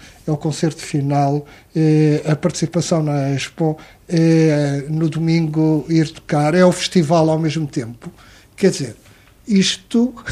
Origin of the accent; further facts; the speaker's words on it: Lisbon, Portugal; eu sou de Lisboa, portanto, estou perfeitamente à vontade para dizer isto